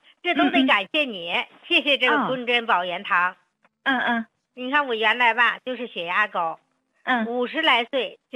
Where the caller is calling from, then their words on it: Nanjing, Jiangsu, China; 我是南京的患者。